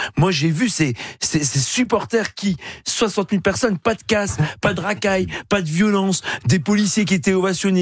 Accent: Lille, Hauts-de-France, France; je suis Lillois, mais c'est la région, alors à l'époque Nord-Pas-de-Calais

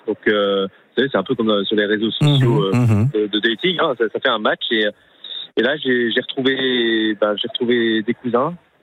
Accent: Auvergne-Rhône-Alpes, France; also born or lived in South Korea; je suis né en Corée du Sud, à une date qu'on ne connaît pas, avec plein d'informations qu'on malheureusement ne connaît pas. Et ce, malgré avoir été élevé dans une famille très aimante de Clermont-Ferrand, dans les alentours de Clermont-Ferrand

